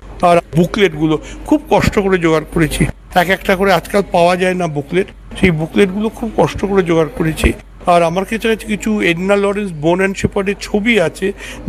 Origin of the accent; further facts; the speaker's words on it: Kolkata, West Bengal, India; আমি আসলে 1962 সালে জন্মেছি, ভবানীপুরের ছেলে, যোগবাজারের ছেলে